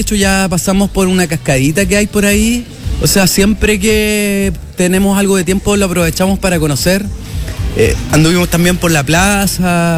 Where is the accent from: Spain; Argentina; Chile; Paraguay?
Chile; accent: Chilean; moved away as an adult; now in Mexico; yo llevo 15 años en México, pero todos los años vengo a mi país, o sea, a hacer tour, gire, qué sé yo, entonces tampoco es como que me fui, de hecho, fíjate, no tengo ni acento ni nada. El chileno todavía lo tengo.